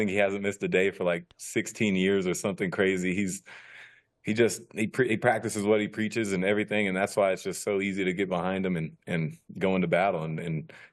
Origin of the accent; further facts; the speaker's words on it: California, United States; now in Utah, United States; growing up in California